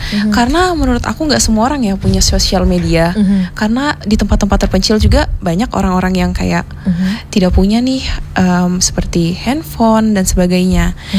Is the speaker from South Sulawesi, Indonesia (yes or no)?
no; Lampung, Indonesia; born there; also born or lived in Iraq; Aku pindah ke sini waktu sekitar kelas 2 atau 3 SD.